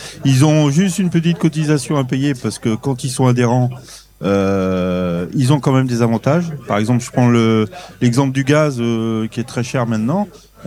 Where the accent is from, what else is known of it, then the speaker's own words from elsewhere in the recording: Brittany, France; je suis breton moi